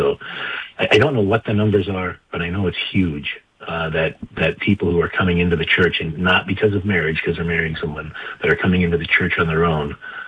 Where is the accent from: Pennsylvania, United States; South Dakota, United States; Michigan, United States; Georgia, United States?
South Dakota, United States; I'm from South Dakota.